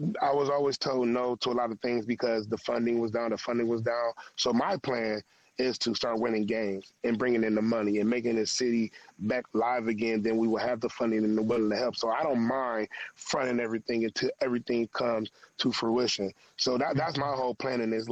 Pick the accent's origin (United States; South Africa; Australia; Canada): United States; Cleveland, Ohio; because I felt a lot of pain growing up in Cleveland, Ohio.